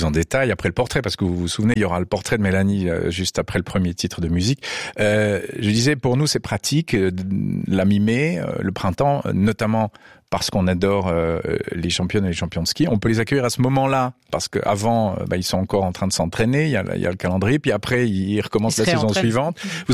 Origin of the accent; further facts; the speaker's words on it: Le Locle, Neuchâtel, Switzerland; Je suis originaire du Locle